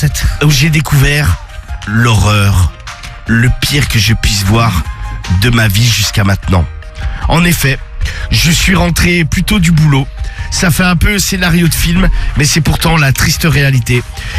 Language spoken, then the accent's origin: French; Troyes, Grand Est, France; j'ai 33 ans et je suis de Troyes.